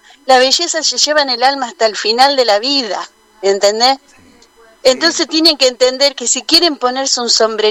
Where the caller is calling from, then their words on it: Argentina; Estoy contenta porque somos argentinos